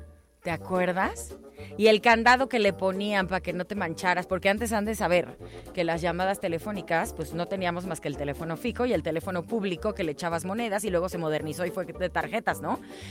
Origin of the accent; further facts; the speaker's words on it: Guadalajara, Jalisco, Mexico; además de mi tierra, Guadalajara, Jalisco.